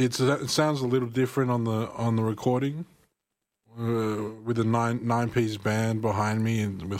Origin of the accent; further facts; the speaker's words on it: Sydney, New South Wales, Australia; now in Wagga Wagga, Australia; I'm originally from Sydney, and I'm trying to find a dog-friendly place up there.